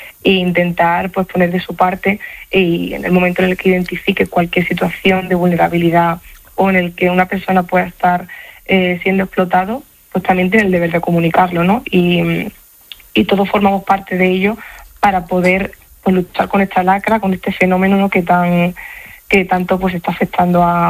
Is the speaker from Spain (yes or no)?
yes; Villalgordo del Júcar, Castilla-La Mancha, Spain; born there; Nací en Villa Golbo de Júcar, como usted bien ha dicho